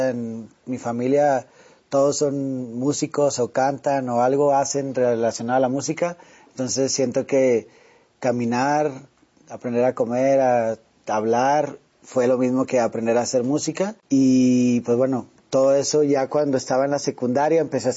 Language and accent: Spanish; Monterrey, Nuevo León, Mexico; now in Mexico City, Mexico; la primera vez que salí de Monterrey para acá a la ciudad, mi depa estaba vacío, no tenía ni un mueble